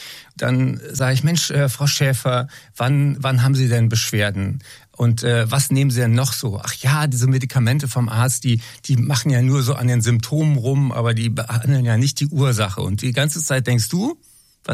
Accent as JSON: {"language": "German", "region": "Berlin", "country": "Germany", "said": "Ich habe eben welche getroffen, zum Beispiel Victoria in Berlin, meine Heimatstadt."}